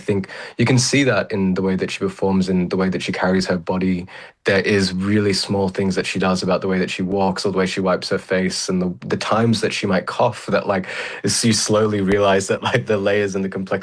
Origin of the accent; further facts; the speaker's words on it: Australia; what that means for me as an Australian Filipino director.